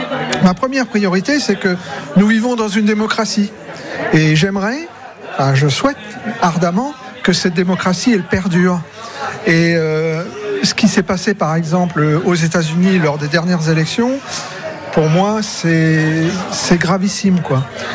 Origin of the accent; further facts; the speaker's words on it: Cherbourg, Normandy, France; Cherbourg.